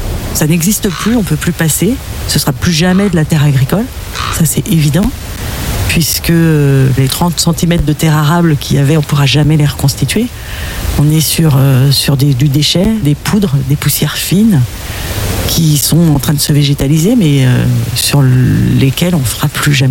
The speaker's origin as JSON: {"language": "French", "town": "Glomel", "region": "Brittany", "country": "France", "said": "Moi, je suis de Glomel."}